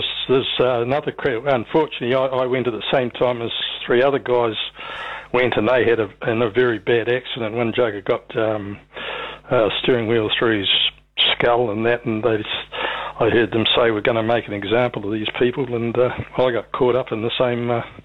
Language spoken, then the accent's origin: English; Christchurch, Canterbury, New Zealand; No, I was a townie from Christchurch, but I put into boarding school because my father had problems, so mum shot me and my brother down there.